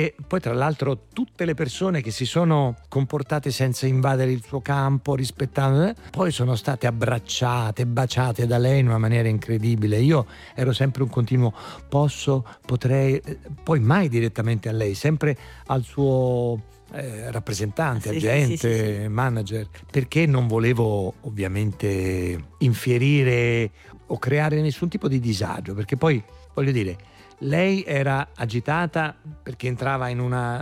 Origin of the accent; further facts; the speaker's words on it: Rome, Lazio, Italy; perché io vengo da Roma